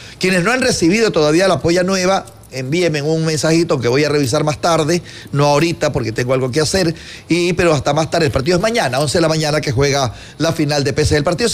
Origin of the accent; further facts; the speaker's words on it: Barranquilla, Atlántico, Colombia; Barranquilla, pero mi tierra, calor.